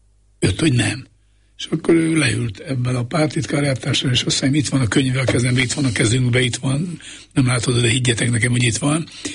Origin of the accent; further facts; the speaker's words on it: Miskolc, Borsod-Abaúj-Zemplén, Hungary; hát én focit imádó családban nőttem föl. Eleven állok Vasgyárban, Miskolcon, ahol születtem